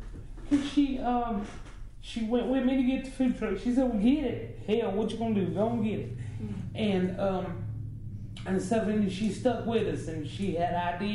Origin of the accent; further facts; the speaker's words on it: United States; I grew up on the Burke County side.